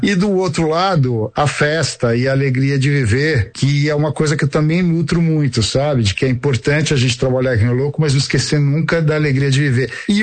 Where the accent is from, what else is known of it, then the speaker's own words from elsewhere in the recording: São Paulo, Brazil; born there; Eu nasci aqui, coloco minha obra em São Paulo e eu sou muito apaixonado e encantado por essa cidade.